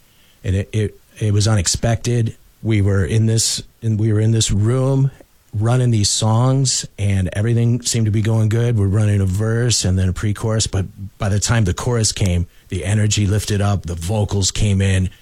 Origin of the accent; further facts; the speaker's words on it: Flint, Michigan, United States; I'm from Flint. I was born in Flint.